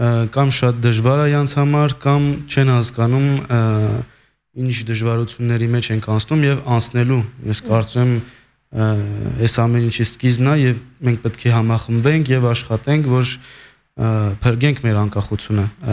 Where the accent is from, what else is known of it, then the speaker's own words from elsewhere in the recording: Lyon, Auvergne-Rhône-Alpes, France; Ես Լյոնից եմ, Լյոնից մի կես ժամ կամի քաղաք Վիեն